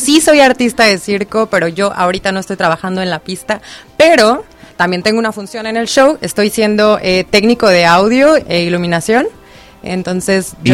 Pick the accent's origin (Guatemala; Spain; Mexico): Mexico; Mexico City; Yo soy de Ciudad de México.